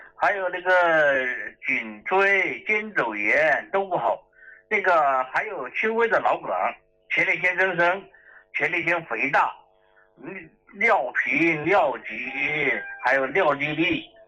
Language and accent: Chinese; Wanzhou, Chongqing, China; 哎，李老师，我家是重庆万州的。